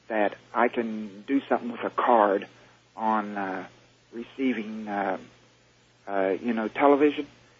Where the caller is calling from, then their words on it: West Virginia, United States; I'm calling from West Virginia.